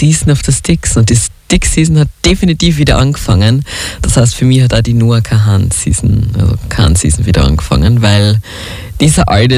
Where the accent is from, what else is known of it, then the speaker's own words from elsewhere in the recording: Carinthia, Austria; moved away; ich bin ja ursprünglich aus Kärnten.